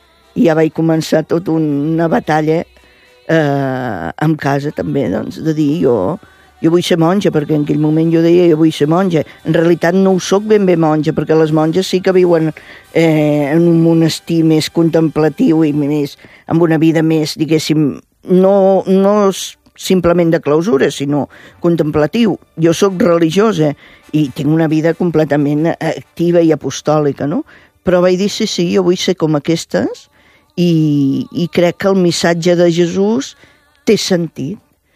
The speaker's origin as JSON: {"language": "Catalan", "town": "Reus", "region": "Catalonia", "country": "Spain"}